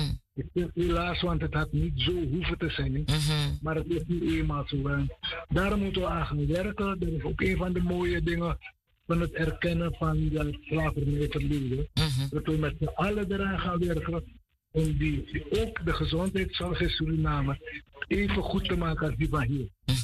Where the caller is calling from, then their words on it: Amsterdam, North Holland, Netherlands; Ik ben nu in Amsterdam.